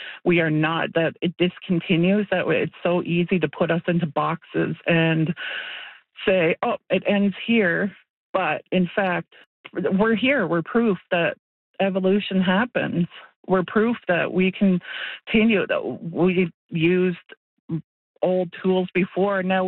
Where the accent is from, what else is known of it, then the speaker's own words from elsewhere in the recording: Canada; Growing up in Nutchmeet, my life revolved around Innu spirituality. My dad taught me about the caribou master, about respecting the animals in order to survive. I learned Innu way of life.